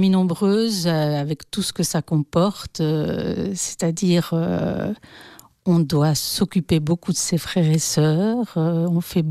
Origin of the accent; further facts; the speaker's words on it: Tournai, Wallonia, Belgium; Non, non, je suis originaire de Tournai.